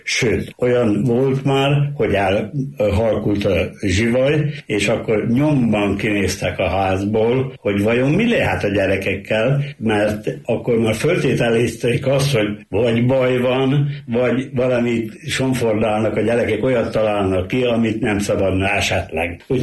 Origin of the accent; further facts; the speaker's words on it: Rábasövény, Győr-Moson-Sopron, Hungary; also born or lived in Sárvár; Én Sárváron születtem, de gyermekkoromat Rábasövényben egy faluhelyen töltöttem